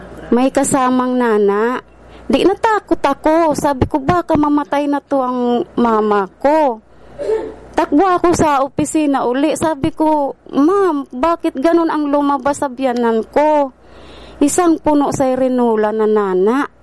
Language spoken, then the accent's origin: Tagalog; Bicol Region, Philippines; taga Bunga, Canligao, Albay.